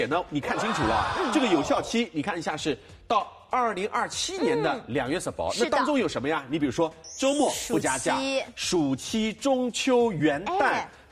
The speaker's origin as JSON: {"language": "Chinese", "region": "Shanghai", "country": "China", "said": "其实我们上海人对绍兴是非常熟悉的。"}